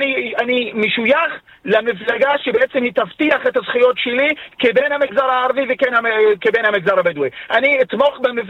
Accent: Northern District, Israel; אנחנו כמגזר בדואי בצפון, אני מדבר

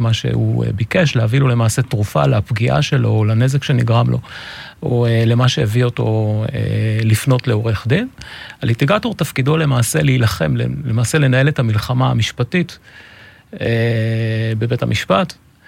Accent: Tzrufa, Haifa District, Israel; אוקיי, טוב, אז אני מושבניק, נולדתי במושב צרופה, בן להורים חקלאים, סבא וסבתא שלי היו ממייסדי המושב, משני הצדדים.

